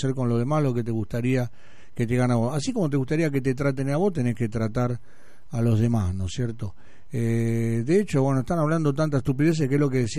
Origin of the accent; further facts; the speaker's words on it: Buenos Aires, Argentina; Bien, somos bien porteños nosotros, ¿no es cierto?